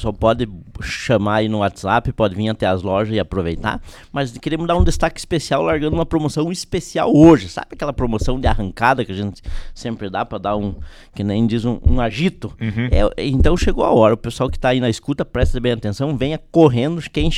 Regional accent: Rio Grande do Sul, Brazil; now in Paraná, Brazil; eu sou gaúcho, mas eu sou paranaense também, né? Porque eu moro aqui, né?

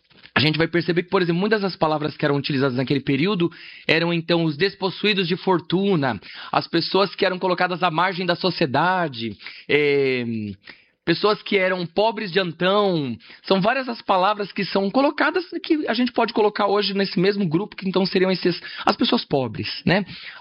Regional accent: São Paulo, Brazil; eu sou da região leste, eu sou de São Miguel, cresci ali até os meus 24 anos, hoje vivo na região de Santa Ifigênia.

